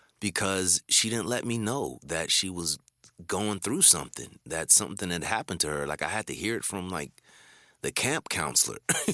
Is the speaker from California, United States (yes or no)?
yes; California, United States; born or raised there